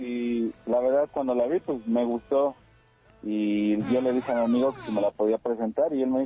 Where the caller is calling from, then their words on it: Mexico City, Mexico; Desde la alcaldía Tláhuac.